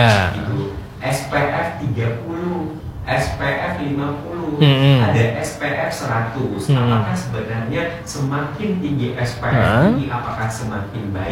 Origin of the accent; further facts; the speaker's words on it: Indonesia; orang Asia, orang Indonesia khususnya, ataupun kita orang Asia, memang tone kulitnya agak lebih gelap secara genetik.